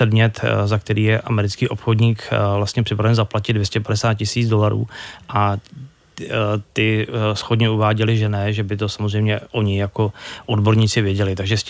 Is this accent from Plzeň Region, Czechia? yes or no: yes; Plzeň, Plzeň Region, Czechia; Tak já jsem původem z Plzně